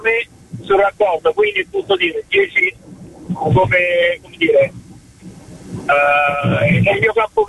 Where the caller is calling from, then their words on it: Rome, Lazio, Italy